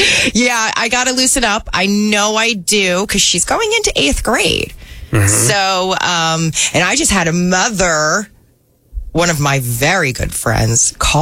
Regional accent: New Jersey, United States; I grew up in Central Jersey where Wawas were everywhere.

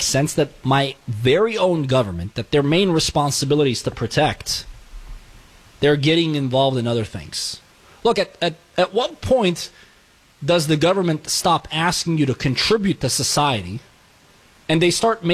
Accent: California, United States; I believe, as a Californian, the we hit that ship.

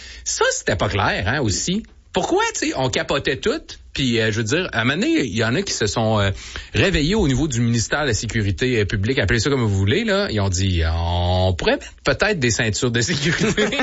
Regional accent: Saint-Apollinaire, Quebec, Canada; je suis natif de Saint-Apollinaire et ma route du Cap, il y avait un bout où à chaque printemps

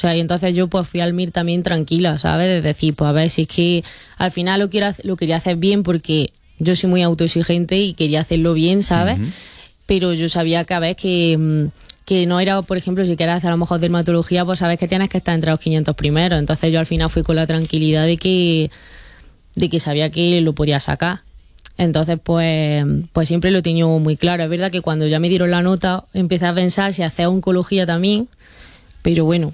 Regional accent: Sabiote, Andalusia, Spain; moved away as an adult; yo llevo mucho tiempo fuera y la verdad es que a mí me gusta mucho mi pueblo, me gusta mucho estar cerca de mi gente y estar aquí en Sabiote.

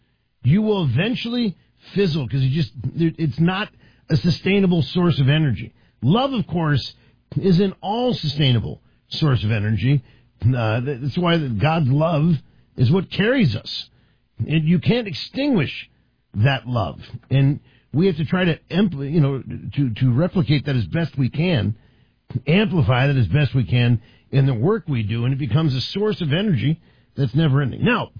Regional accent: Washington, District of Columbia, United States; growing up in Washington, D.C., I saw a few people try their best to do a little bit of Indy driving.

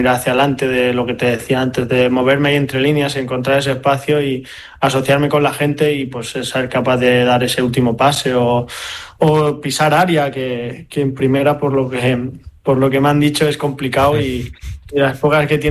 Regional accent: Barcelona, Catalonia, Spain; yo soy más de Barcelona.

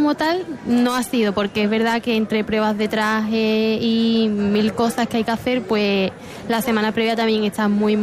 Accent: La Línea de la Concepción, Andalusia, Spain; todo mi pueblo, porque los linenses somos así

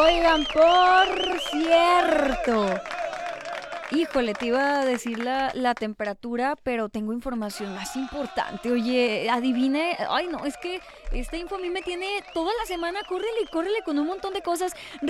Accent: Mexico; nos une a todos como mexicanos.

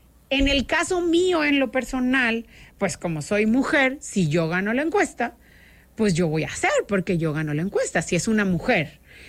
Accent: Nuevo León, Mexico; yo soy de la generación, y yo creo que tú también, aunque lo niegues, que vivimos libertad en Nuevo León.

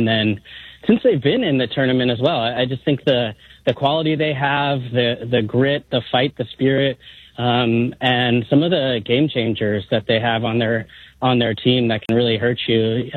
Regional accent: Bay Area, California, United States; now in Brooklyn, United States; I live here in Brooklyn. I'm from the Bay Area.

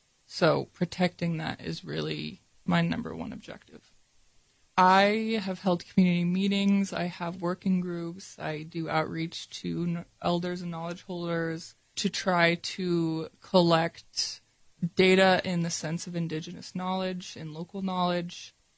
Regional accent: Unalaska, Alaska, United States; I grew up here in Onalaska. I'm from here. My parents are from here. Their parents are from here. We've been here for a very long time.

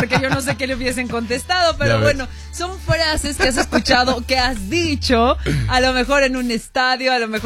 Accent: Mexico; uno como mexicano le busca hasta donde no es

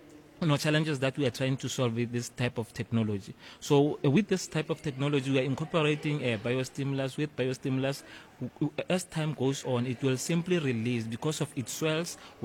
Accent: Mahikeng, North West, South Africa; now in Limpopo, South Africa; Okay. I'm from Northwest. I'm from Mafikeng.

